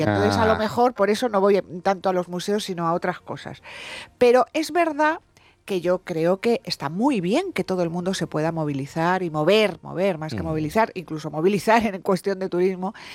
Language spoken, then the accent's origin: Spanish; Madrid, Community of Madrid, Spain; yo soy de Madrid, pero amo Santiago de Compostela. Voy todos los años un par de veces